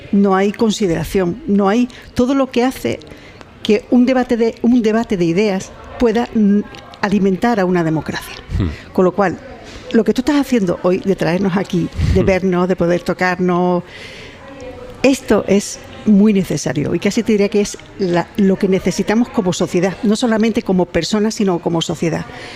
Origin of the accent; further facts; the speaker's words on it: Ceuta, Spain; also born or lived in Las Palmas / Paris; now in Madrid, Spain; yo nací en Las Palmas, he vivido en Ceuta toda mi vida, después vine a Madrid, después fui a París